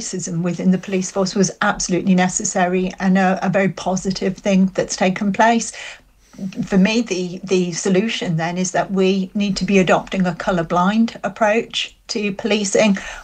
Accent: Middlesbrough, North East England, United Kingdom; in my town growing up in Middlesbrough

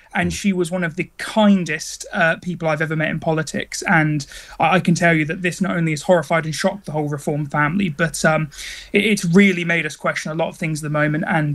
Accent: United Kingdom; I'm both English and Welsh, so I always feel a bit of a push and pull.

